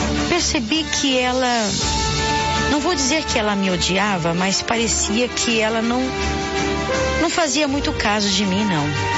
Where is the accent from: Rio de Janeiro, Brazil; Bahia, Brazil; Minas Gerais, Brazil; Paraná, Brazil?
Bahia, Brazil; moved away as an adult; now in Lins, Brazil; Nasci na Bahia e vivi lá durante meus 22 anos. Conheci o meu marido Carlos e nos casamos no dia 14 de dezembro de 2002. E hoje moramos em Lins, interior de São Paulo.